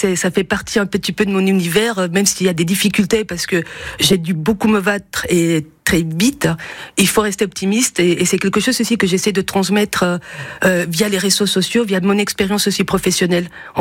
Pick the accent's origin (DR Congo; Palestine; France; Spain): Spain; born there; first language Spanish; French is a second language; Non, effectivement, je suis née en Espagne et le français, on va dire que c'est ma deuxième langue parce que souvent, je pense plus en français qu'en espagnol